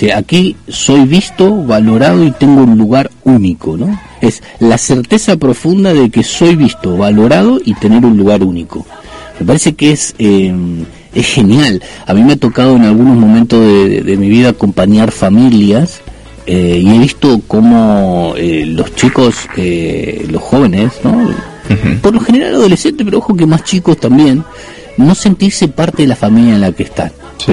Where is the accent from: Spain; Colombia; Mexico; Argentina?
Argentina; moved away